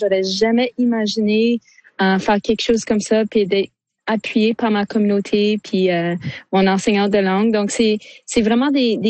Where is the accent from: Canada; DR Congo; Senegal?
Canada; Sudbury, Ontario; j'ai grandi à Sudbury, puis on est toute une gang de Obantawin qui vivent à Sudbury.